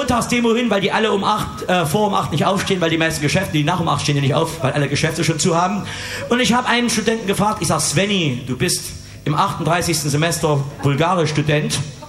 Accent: Jena, Thuringia, Germany; Ich komme ja aus Jena.

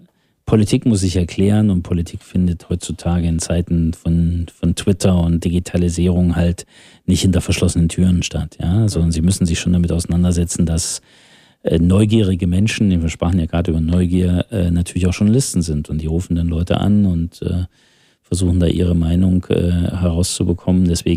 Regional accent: Thuringia, Germany; dass wir als Thüringer schon immer darauf angewiesen waren, dass Menschen zu uns gekommen sind

